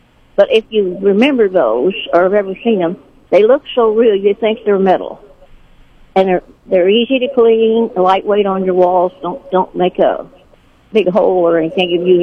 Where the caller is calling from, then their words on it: Sedalia, Missouri, United States; I'm calling from Shadia.